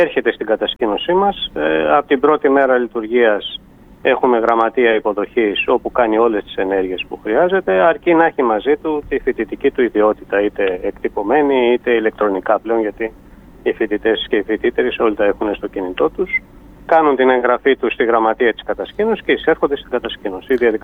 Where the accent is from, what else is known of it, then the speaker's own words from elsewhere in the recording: Northern Greece, Greece; Για εμάς που είμαστε εδώ από τη Βόρεια Ελλάδα και ξέρουμε την περιοχή